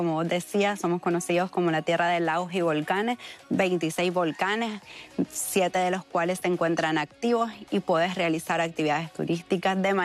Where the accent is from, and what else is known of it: Nicaragua